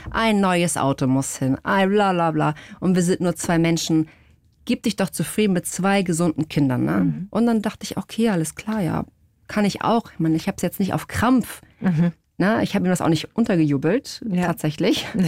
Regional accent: Portugal; now in Hamburg, Germany; Ich bin Portugiesin.

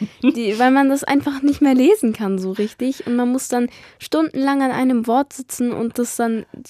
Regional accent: Munich, Bavaria, Germany; Also ich komme aus München.

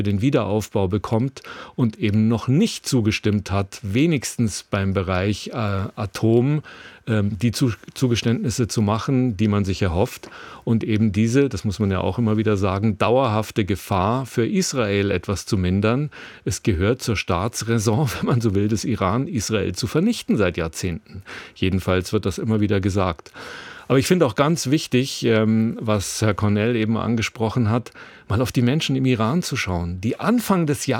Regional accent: Germany

